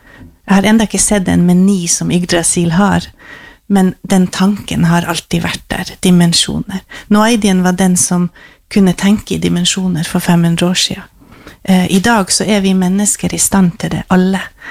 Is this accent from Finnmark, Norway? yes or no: yes; Finnmark, Norway